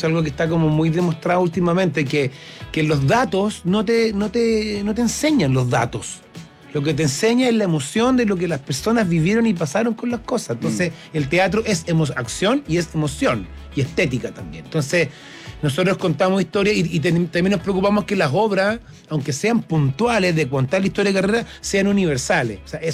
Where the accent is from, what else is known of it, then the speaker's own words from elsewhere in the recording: Chile; somos súper chilenos para actuar